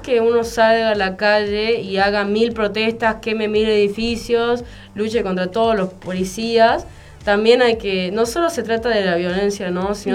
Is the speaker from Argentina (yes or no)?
yes; Argentina; Nosotros tenemos que hablar como pueblo argentino que somos